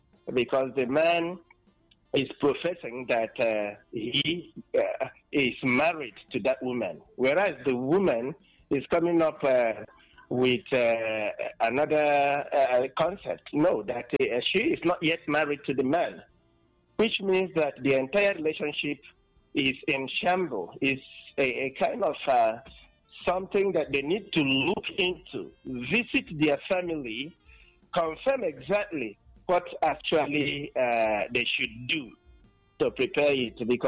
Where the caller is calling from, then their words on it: Akwa Ibom, Nigeria; I'm calling in from Akeze Boyne State.